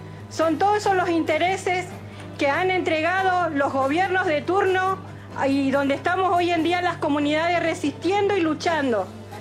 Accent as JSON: {"language": "Spanish", "region": "Chubut", "country": "Argentina", "said": "vengo de Chubut. También soy de una comunidad currache que tiene sentencia de desalojo"}